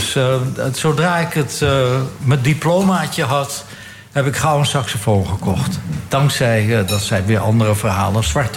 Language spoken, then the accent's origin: Dutch; Amsterdam, North Holland, Netherlands; ik kwam uit Amsterdam-Zuid, dus ik sprak nog een beetje netjes.